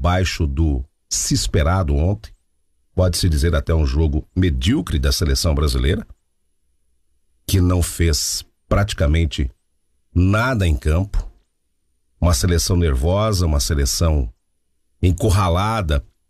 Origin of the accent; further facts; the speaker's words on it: Brazil; E sim, nós, como bons brasileiros, acreditávamos, porque somos apaixonados pelo futebol.